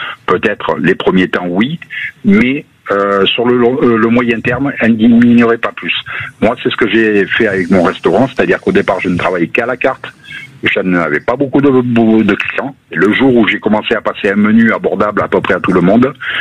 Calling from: Foix, Occitanie, France; Je suis à Foix.

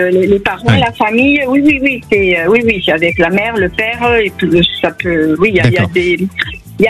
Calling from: Occitanie, France; Ouais, en Occitanie.

